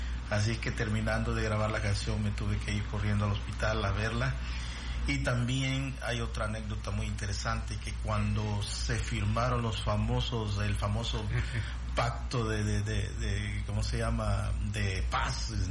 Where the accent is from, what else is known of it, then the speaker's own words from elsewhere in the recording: El Salvador; así somos nosotros los salvadoreños